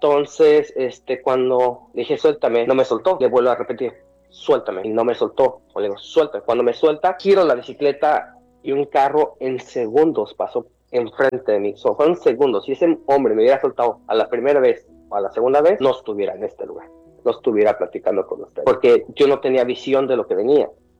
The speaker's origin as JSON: {"language": "Spanish", "town": "Ocareo", "region": "Michoacán", "country": "Mexico", "tie": "born or raised there", "moved": "as an adult", "lives_now": "Atlanta, United States", "said": "Estoy transmitiendo desde Atlanta, Georgia. Nací en México, en un pequeño pueblo que se llama Ocareo, Michoacán. Tengo 25 años en este país. Regresé muy joven, me vine muy joven de México."}